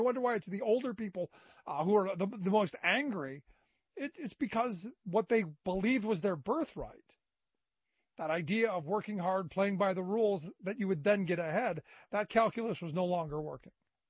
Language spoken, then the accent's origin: English; Cleveland, Ohio, United States; I go back to my hometown of Cleveland.